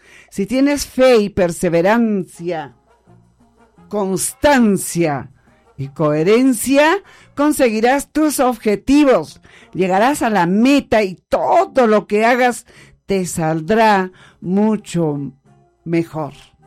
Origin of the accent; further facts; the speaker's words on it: Peru; ¿Cómo somos los peruanos?